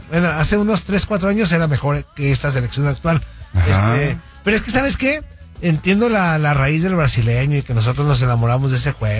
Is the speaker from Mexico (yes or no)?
yes; Mexico; Y yo, como buen mexicano aferrador